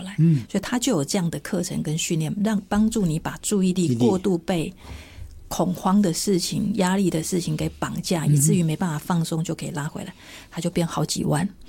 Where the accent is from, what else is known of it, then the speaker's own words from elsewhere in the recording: Taiwan; 我们台湾人